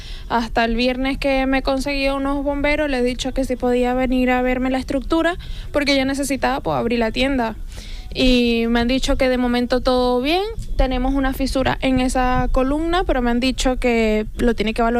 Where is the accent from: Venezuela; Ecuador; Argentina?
Venezuela; now in Spain; en mi país, yo soy de Venezuela